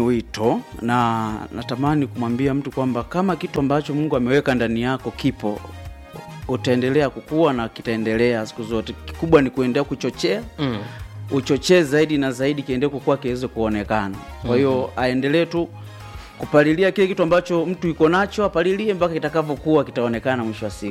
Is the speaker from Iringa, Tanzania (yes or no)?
yes; Iringa, Tanzania; born there; now in Kibena Lungemba, Tanzania; Natokea mimi ni mwenyeji wa Wasa. Usengelindete pale.